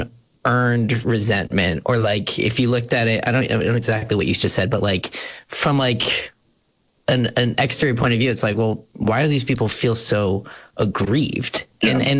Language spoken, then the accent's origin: English; North Providence, Rhode Island, United States; I grew up in Rhode Island, just outside of Providence, in a town called North Providence. And I describe it to people as like a Staten Island of Rhode Island, very Italian, very Italian American, like super provincial